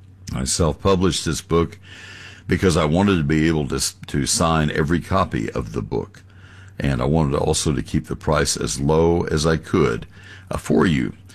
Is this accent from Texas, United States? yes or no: yes; College Station, Texas, United States; I grew up in College Station.